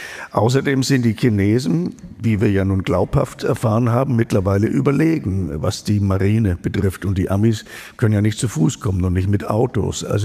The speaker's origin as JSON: {"language": "German", "country": "Germany"}